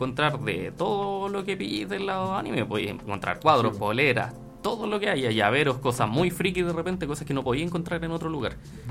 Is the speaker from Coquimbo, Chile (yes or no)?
no; Santiago, Santiago Metropolitan Region, Chile; now in Curicó, Chile; Partimos en Santiago, somos originalmente de Santiago, nos vinimos a vivir a Curicó